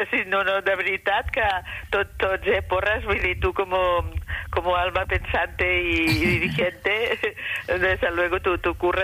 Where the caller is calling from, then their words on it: Barcelona, Catalonia, Spain; soc de la Barceloneta